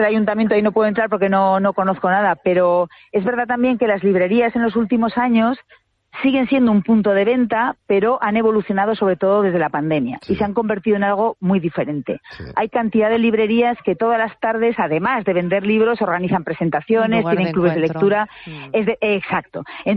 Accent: Zaragoza, Aragon, Spain; de mi tierra, por cierto, de Zaragoza

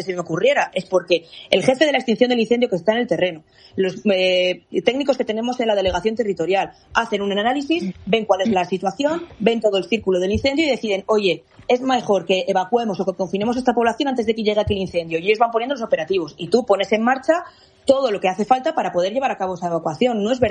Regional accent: León, Castile and León, Spain; now in Madrid, Spain; Yo siempre estoy en mi tierra, voy todo lo que puedo. Es verdad que mis responsabilidades ahora me hacen estar mucho más en Madrid. Me gustaría más estar en León

